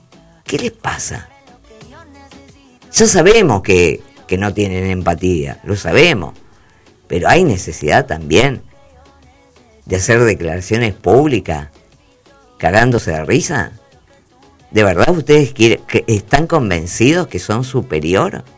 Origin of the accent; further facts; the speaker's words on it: Argentina; nosotros como argentinos y argentinas